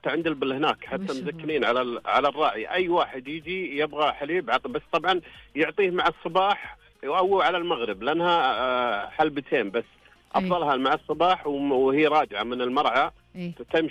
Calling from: Riyadh, Riyadh Province, Saudi Arabia; أنا كلمت من الرياض.

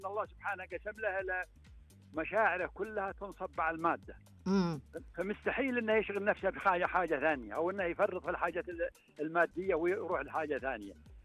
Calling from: Al Namas, Asir, Saudi Arabia; اكلمك من نماص

